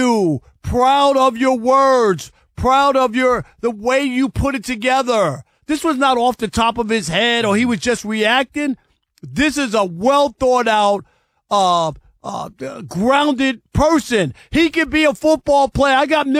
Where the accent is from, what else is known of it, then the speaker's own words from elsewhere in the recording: Queens, New York, United States; I grew up as a Jets fan growing up in Queens.